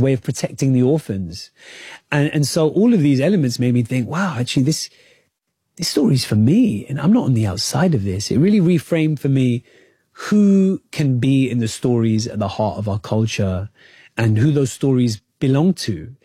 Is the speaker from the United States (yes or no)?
no; United Kingdom; I found massive parallels with my own lived experience as a British Asian.